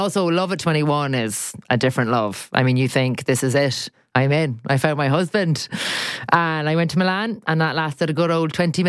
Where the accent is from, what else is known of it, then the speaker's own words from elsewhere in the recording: Ireland; obviously because I've travelled as an Irish woman as well, so I've represented abroad.